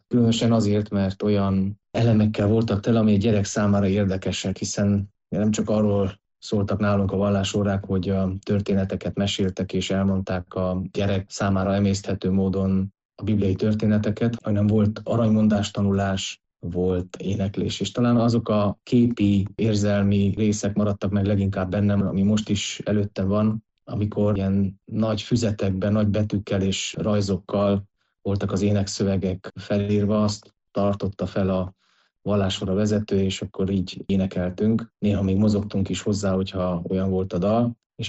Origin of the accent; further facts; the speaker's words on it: Mezőpanit, Mureș County, Romania; Mezőpanitban születtem, és itt nőttem fel, ami azt is jelenti, hogy az itteni református közösségnek az életébe kapcsolódtam be kiskorom óta.